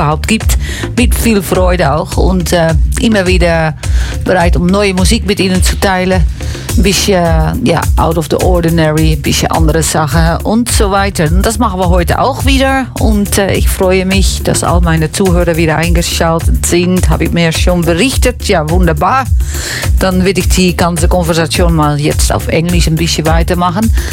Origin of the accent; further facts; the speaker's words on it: Netherlands; German is a second language; moved away; ich bin eine Holländerin